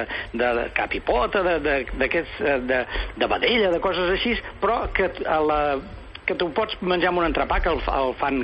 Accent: Barcelona, Catalonia, Spain; com que jo sóc de Sants, el reivindico

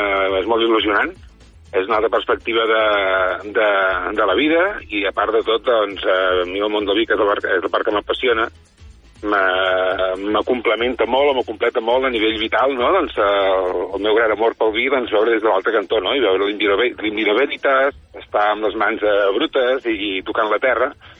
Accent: Catalonia, Spain; Jo sóc de l'Alt Empordà

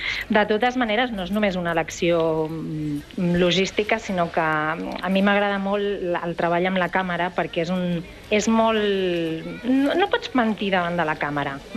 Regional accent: Barcelona, Catalonia, Spain; moved away as an adult; now in Berlin, Germany; Jo sóc de Barcelona, del barri de Camp de l'Arpa.

